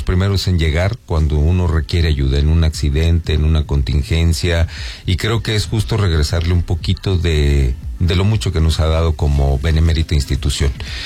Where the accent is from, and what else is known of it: Mexico